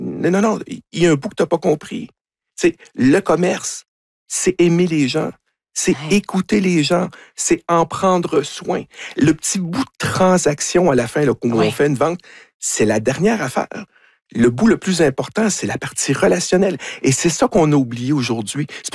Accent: Quebec, Canada; Quel accent? On perçoit un accent français. On est des Canadiens. Ah, blablabla, bla, bla, québécois, etc.

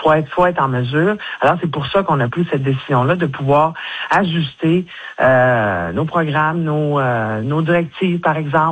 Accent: Quebec, Canada; Moi, je viens de la Côte-Nord.

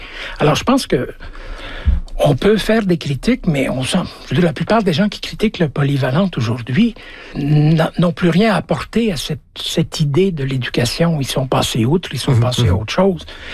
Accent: Belgium; also born or lived in Africa / Quebec; J'ai grandi en Afrique et en Belgique, mais j'ai été éduqué au Québec.

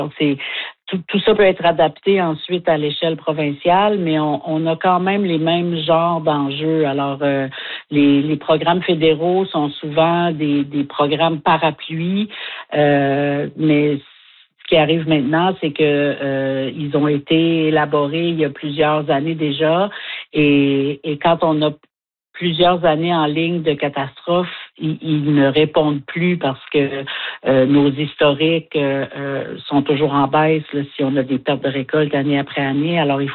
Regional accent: Quebec, Canada; Moi, je viens du Québec.

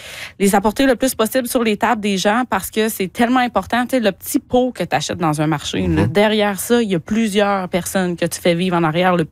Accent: Quebec, Canada; T'sais, moi, j'ai cuisiné de la viande sauvage toute ma vie, vu que je viens de l'Abitibi, en fait.

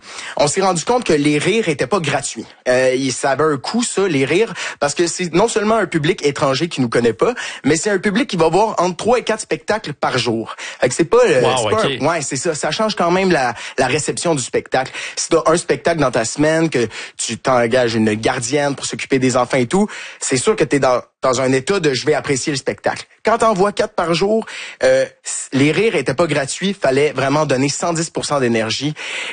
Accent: Quebec, Canada; Ben oui, c'est un attrait en soi, et du fait qu'on est québécois aussi, c'est on était

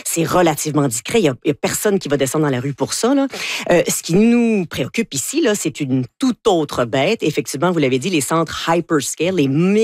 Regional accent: Quebec, Canada; Et chez nous, au Canada, donc le Manitoba, c'est la province la plus réfractaire, suivie de la Colombie-Britannique, de l'Alberta, de l'Ontario. Puis nous, au Québec, imaginez-vous donc que nous ne pas si opposés que ça, finalement.

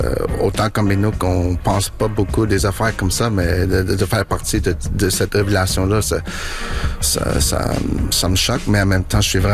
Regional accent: Quebec, Canada; now in Montreal, Canada; J'ai grandi dans le Grand Nord. Ça fait 13 ans à peu près que je démarre à Montréal, au sud du Québec.

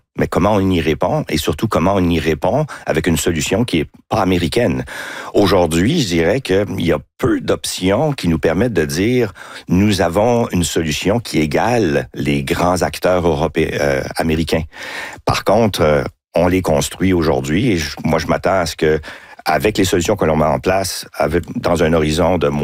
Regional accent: Quebec, Canada; Moi, je suis Québécois, je suis fier d'être au Québec.

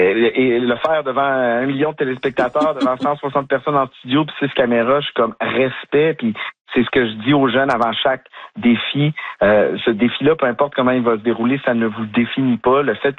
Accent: Quebec City, Quebec, Canada; Je sais pas si c'est parce que je viens de Québec

